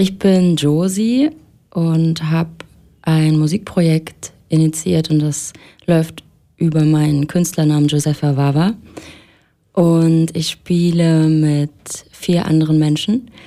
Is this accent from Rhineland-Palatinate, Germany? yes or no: no; Erfurt, Thuringia, Germany; now in Leipzig, Germany; ganz ursprünglich komme ich aus Erfurt, aber ich wohne jetzt in Leipzig.